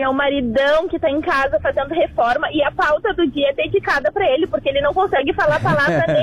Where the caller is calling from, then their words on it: Canoas, Rio Grande do Sul, Brazil; Eu falo de Canoas